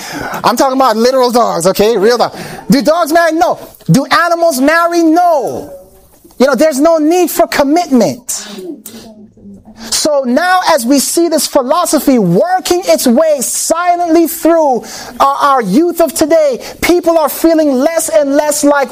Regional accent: Jamaica; I'm Jamaican

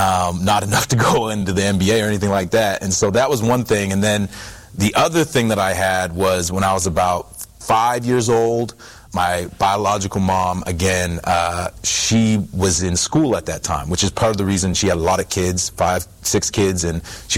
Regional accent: Canada; My brother was a very successful basketball player. He was an All-Canadian. I'm originally from Canada.

